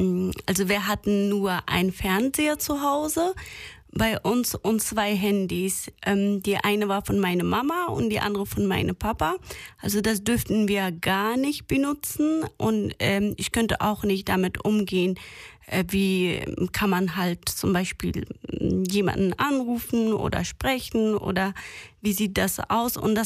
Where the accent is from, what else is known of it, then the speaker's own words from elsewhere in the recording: Afghanistan; German is a second language; now in Germany; also ich komme aus Afghanistan und lebe seit fast 9 Jahren hier in Deutschland.